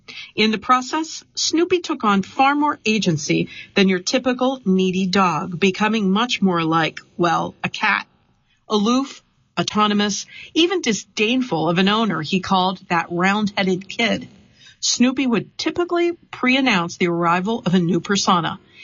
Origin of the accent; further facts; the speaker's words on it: Chicago, Illinois, United States; Growing up in Chicago, I was engulfed in all that action.